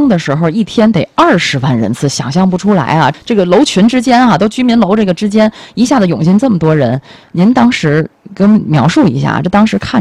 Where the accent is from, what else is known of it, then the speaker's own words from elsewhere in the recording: Tianjin, China; 当时都作为咱们天津人